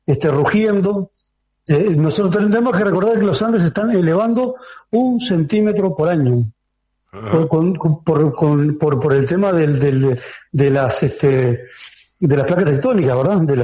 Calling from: Hernandarias, Alto Paraná, Paraguay; Yo estoy en Hernandaria. Yo vine de Corpus Christi, que es la frontera, uh-huh. Pindotiporá, que es la frontera con Brasil, la frontera norte de Paraguay con Brasil. Me vine antes de ayer.

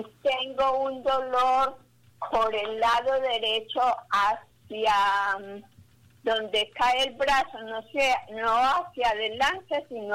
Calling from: Fredonia, Antioquia, Colombia; Lo llamo de Fredonia.

